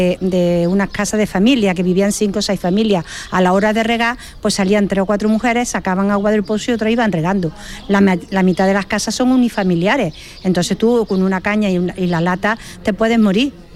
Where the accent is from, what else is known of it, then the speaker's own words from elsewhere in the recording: Córdoba, Andalusia, Spain; mi calle está un poco apartada. Nosotros somos del Alcázar Viejo, que todo el mundo lo conoce por San Basilio